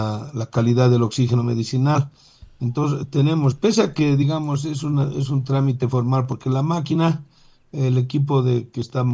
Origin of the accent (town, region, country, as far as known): La Paz, Bolivia